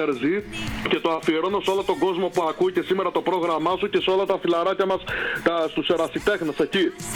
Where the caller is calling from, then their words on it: Kalamaria, Central Macedonia, Greece; Εγώ είμαι … από Καλαμαριά, αλλά τώρα βρίσκομαι στη Χαλκιδική, στο σπίτι μου.